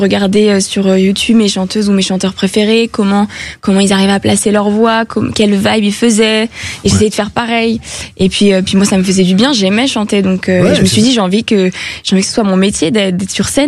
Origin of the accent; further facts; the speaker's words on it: Île-de-France, France; J'ai grandi en région parisienne.